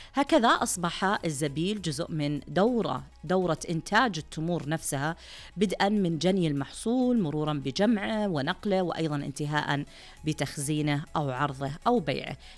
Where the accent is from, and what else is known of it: Saudi Arabia